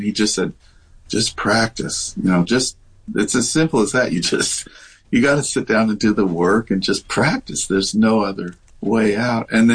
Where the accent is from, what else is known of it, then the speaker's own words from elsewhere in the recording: Denver, Colorado, United States; I grew up in Denver and I watched the Mickey Mouse Club on TV